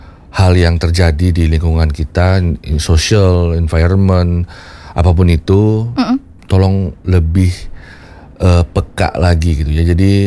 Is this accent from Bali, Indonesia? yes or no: yes; Bali, Indonesia; kita orang Bali